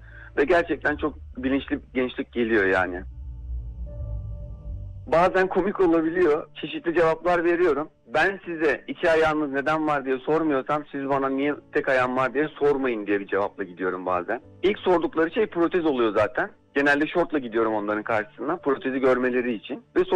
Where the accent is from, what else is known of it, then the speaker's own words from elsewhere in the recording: İzmir, Turkey; born there; İzmir doğumluyum.